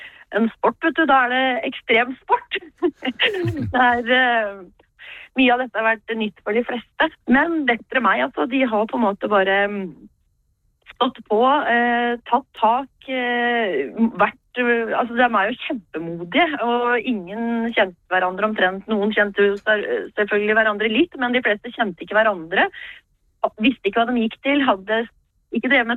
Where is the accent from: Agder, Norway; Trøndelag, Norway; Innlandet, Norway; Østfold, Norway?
Innlandet, Norway; Jeg jo født og oppvokst I Haraldsbygda